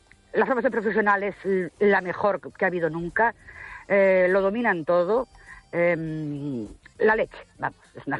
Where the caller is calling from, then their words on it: Ourense, Galicia, Spain; de Ourense